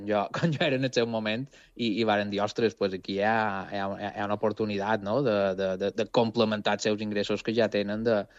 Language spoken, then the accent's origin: Catalan; Campos, Balearic Islands, Spain; com tu has dit, nosaltres som de Campos.